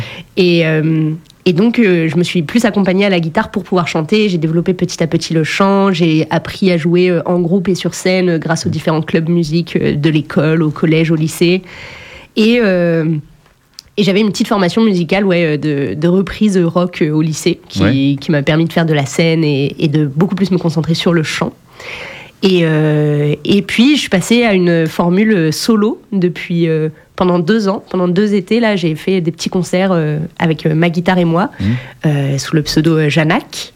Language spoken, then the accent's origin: French; Grand Est, France; moved away as an adult; now in Périgord, France; Alors moi, j'ai grandi en Lorraine, donc bien loin d'ici, à l'opposé, dans notre hexagone. Et je suis arrivée en Périgord il y a vraiment pas longtemps. Je suis arrivée en septembre.